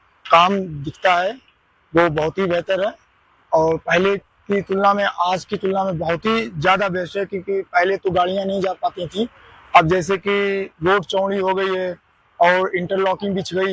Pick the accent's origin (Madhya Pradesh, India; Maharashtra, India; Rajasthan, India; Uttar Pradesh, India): Uttar Pradesh, India; Kannauj; हम कन्नौज उत्तर प्रदेश से आए हुए हैं